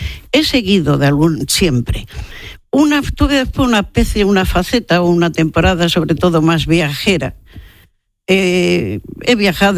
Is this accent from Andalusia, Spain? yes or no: yes; Andalusia, Spain; Y toco madera como buena andaluza, no lo he sufrido.